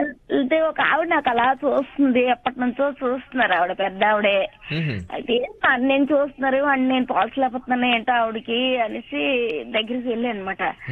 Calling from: Srikakulam, Andhra Pradesh, India; From Srikakulam.

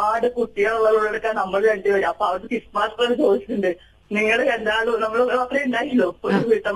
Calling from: Kerala, India; പുതിയതിരു.

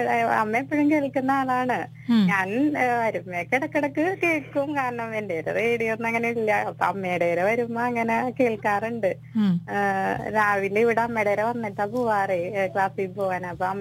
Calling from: Manjali, Kerala, India; മാവുംചോട് Manjali

